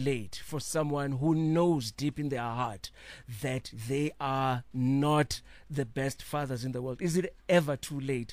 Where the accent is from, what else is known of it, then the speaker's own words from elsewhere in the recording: Hammarsdale, KwaZulu-Natal, South Africa; growing up in Hammersdale.